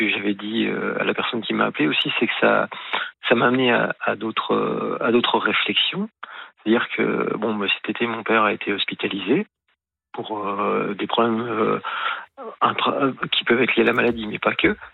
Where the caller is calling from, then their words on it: Bourgogne-Franche-Comté, France; moi, je suis sur le Jura.